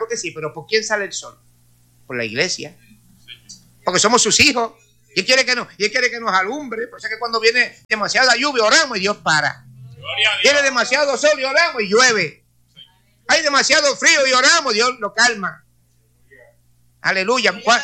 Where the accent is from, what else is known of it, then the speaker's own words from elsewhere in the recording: Puerto Rico; Yo amo a mi patria, amo a mi país.